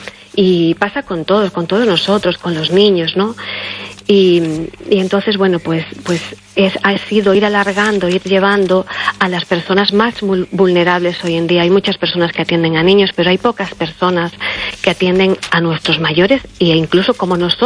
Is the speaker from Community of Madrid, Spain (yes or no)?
no; Galicia, Spain